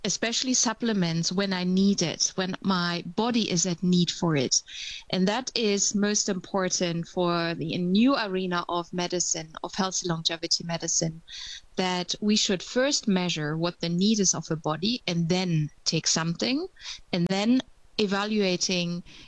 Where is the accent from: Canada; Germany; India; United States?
Germany; now in Netherlands; I am originally German, but I'm calling in from the Netherlands at the moment.